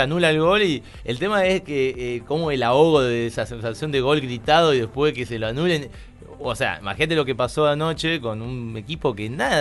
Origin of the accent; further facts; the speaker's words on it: Argentina; somos Argentina